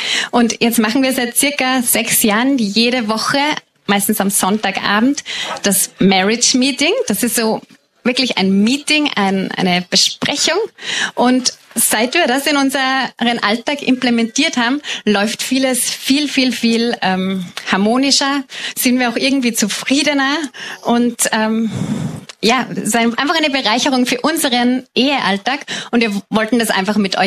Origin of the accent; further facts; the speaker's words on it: Salzburg, Austria; now in Vienna, Austria; Wir leben in Wien. Ich komme aus Salzburg ursprünglich.